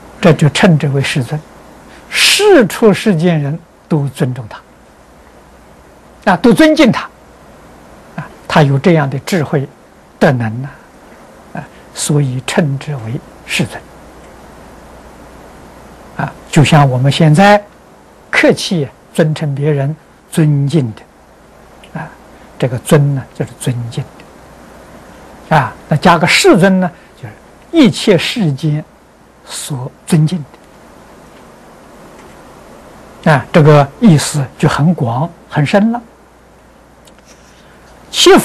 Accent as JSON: {"language": "Chinese", "country": "China", "said": "我们中国人讲虚岁"}